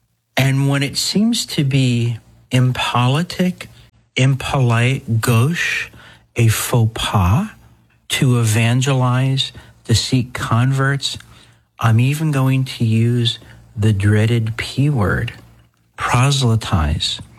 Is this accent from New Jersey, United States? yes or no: yes; Newark, New Jersey, United States; I'm from Newark, New Jersey.